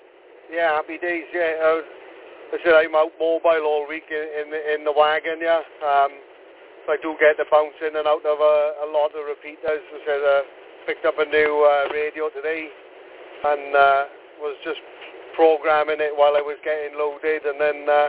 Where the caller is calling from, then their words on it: Swansea, Wales, United Kingdom; My home QTH is Swansea, South Wales. So I'm normally an MW9.